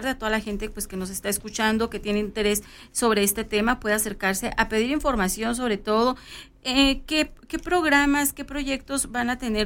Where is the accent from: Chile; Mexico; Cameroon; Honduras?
Mexico; nosotros como buenos mexicanos